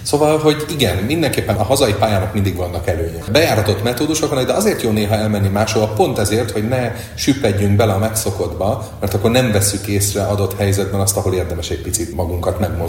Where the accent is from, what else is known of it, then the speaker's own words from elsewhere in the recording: Sopron, Győr-Moson-Sopron, Hungary; now in Debrecen, Hungary; Ugye én soproni vagyok, az a másik vége